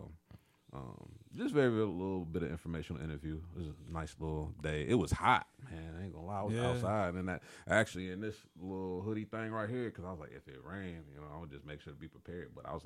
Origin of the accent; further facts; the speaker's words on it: Illinois, United States; he from the Ville, my hometown, so that's another 217 repping right there.